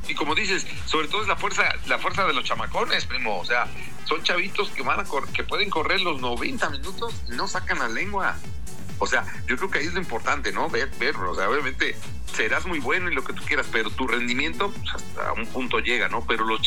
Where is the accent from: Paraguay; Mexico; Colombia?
Mexico; Nosotros mismos, pues los mexicanos